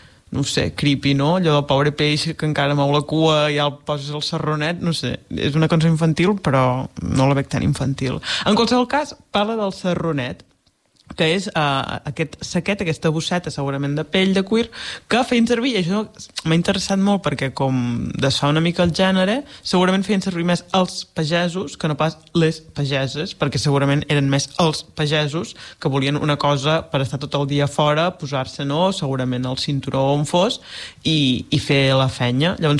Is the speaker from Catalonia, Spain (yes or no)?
yes; Blancafort, Catalonia, Spain; quan ve marcat a Blancafort, al meu poble, jo el faig servir.